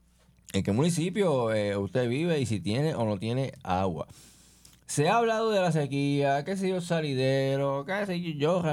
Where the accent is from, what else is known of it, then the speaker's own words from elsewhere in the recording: Bayamón, Puerto Rico; Bueno, pero somos de Bayamón. Bueno, yo soy de Bayamón. Yo trabajo en Bayamón